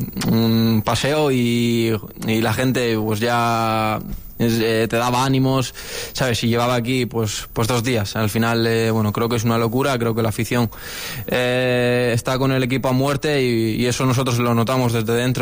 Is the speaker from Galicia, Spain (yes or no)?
no; Alicante, Valencian Community, Spain; también se asemeja un poco a mi tierra, bueno, Alicante.